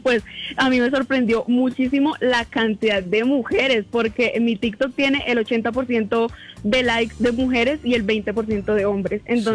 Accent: Morales, Bolívar, Colombia; now in Bogotá, Colombia; Yo soy de mi amado y hermoso bello pueblo, se llama Morales Bolívar, queda en el sur de Bolívar.

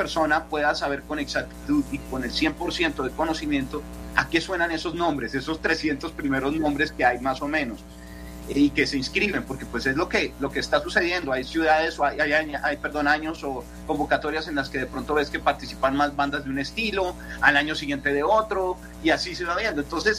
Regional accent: Colombia; nuestro país

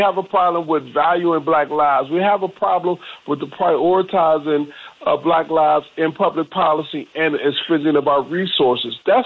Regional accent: Detroit, Michigan, United States; I grew up in Detroit, Metro Detroit.

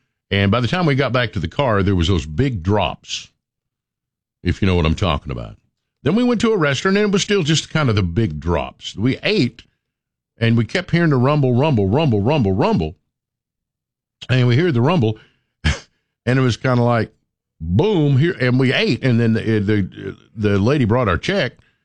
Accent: Sevierville, Tennessee, United States; I talked about growing up in Sevierville and never imagined all of this

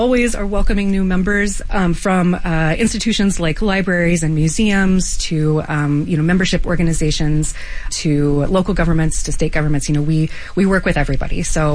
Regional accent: Texas, United States

